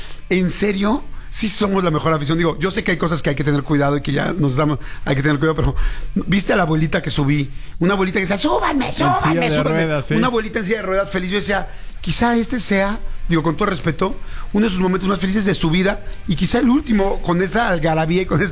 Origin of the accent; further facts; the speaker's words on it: Mexico; para los que ya estamos más grandes, la última oportunidad de tener un mundial en nuestro país para gente como yo, que ya estoy en el quinto piso